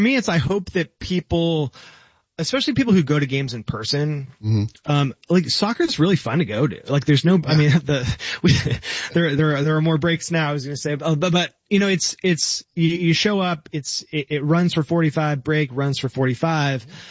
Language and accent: English; Bay Area, California, United States; growing up in the Bay Area